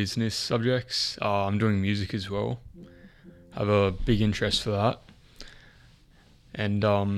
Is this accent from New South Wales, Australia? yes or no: yes; Sydney, New South Wales, Australia; I'm from Maroubra.